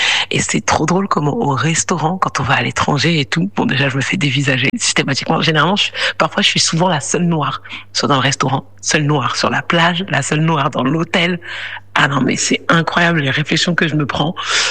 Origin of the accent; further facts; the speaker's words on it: Paris, Île-de-France, France; moi je suis originaire du Congo, j'ai vécu toute ma vie à Paris, j'ai très peu été en lien avec mon pays d'origine, j'ai dû y aller quand j'étais petite évidemment